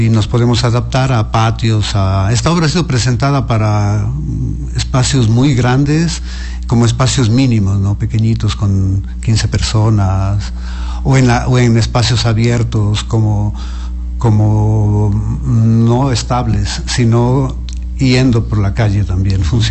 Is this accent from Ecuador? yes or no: yes; Ecuador; Yo soy ecuatoriano.